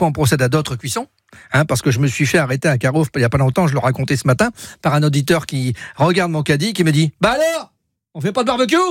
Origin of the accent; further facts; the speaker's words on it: Hauts-de-France, France; accent: Nord; Moi, j'ai l'accent du Nord.